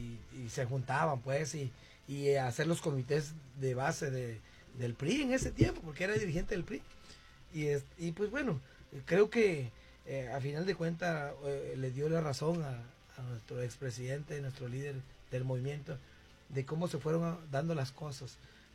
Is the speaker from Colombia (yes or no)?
no; Tabasco, Mexico; now in Ciudad Juárez, Mexico; Y venimos de Tabasco.